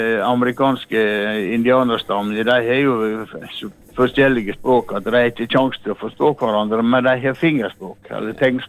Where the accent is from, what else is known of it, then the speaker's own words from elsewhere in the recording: Bjørkland, Møre og Romsdal, Norway; Så det må vel påstå det Volda, men jeg er født og oppvokst på Bjørkland.